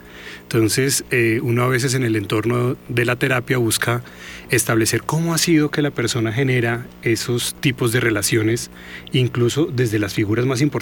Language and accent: Spanish; Manizales, Caldas, Colombia; yo que soy de Manizales